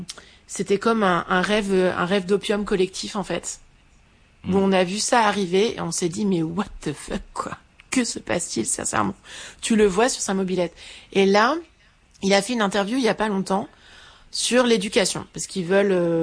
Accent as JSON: {"language": "French", "town": "Caen", "region": "Normandy", "country": "France", "said": "C'est que moi, je viens de Caen, en fait."}